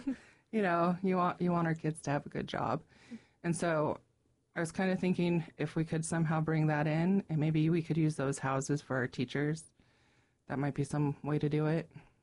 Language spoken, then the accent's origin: English; Haines, Alaska, United States; Well, I'm originally from Haines. I was born here at the clinic. And so I went through the school here, obviously.